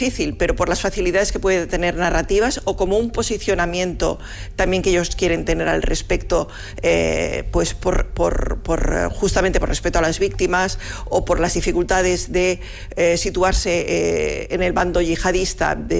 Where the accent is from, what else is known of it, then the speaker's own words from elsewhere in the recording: Seville, Andalusia, Spain; now in Barcelona, Spain; Yo también soy de Barcelona, bueno, soy sevillana, pero he residido en Barcelona desde hace muchos años